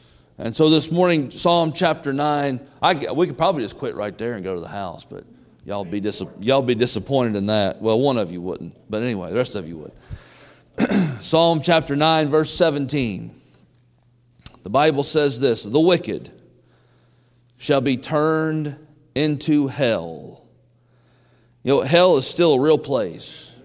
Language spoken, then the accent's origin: English; United States; born there; I'm glad I'm an American. Glad to live in this country. Praise God for being born here and really living in what I think is one of the best parts of this country.